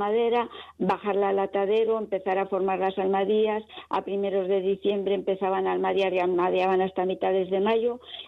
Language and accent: Spanish; Burgui, Navarre, Spain; Sí, soy de Burgui, sí.